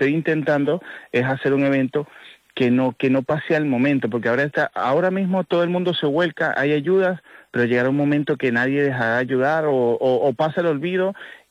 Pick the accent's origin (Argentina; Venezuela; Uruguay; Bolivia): Venezuela; now in Spain; yo soy venezolano, que tengo muchos, bueno, a ver, tengo 16 años aquí, y había venido otras veces de vacaciones